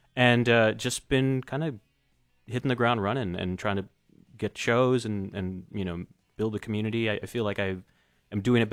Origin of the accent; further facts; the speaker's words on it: Laredo, Texas, United States; We're both from Laredo, Texas, or we're all from Laredo, Texas.